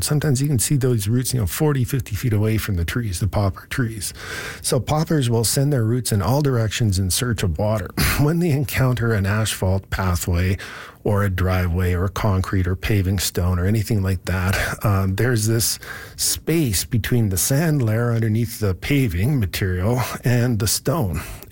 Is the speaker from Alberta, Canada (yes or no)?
yes; Calgary, Alberta, Canada; First of all, shout out to Bowness, my old stomping grounds. I grew up in Bowness, went to Bowness High.